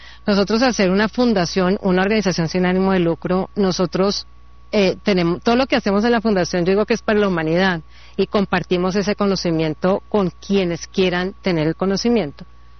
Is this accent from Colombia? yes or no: yes; Cali, Valle del Cauca, Colombia; moved away as an adult; also born or lived in Madrid, Spain; Yo nací en Cali, soy caleña, y mi padre alemán.